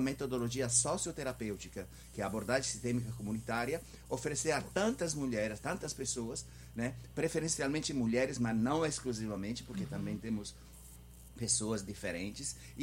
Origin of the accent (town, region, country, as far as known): Milan, Lombardy, Italy; Portuguese is a second language; now in Brazil